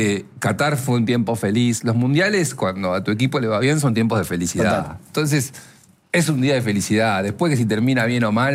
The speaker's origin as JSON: {"language": "Spanish", "country": "Argentina", "said": "seguir siendo argentino como somos"}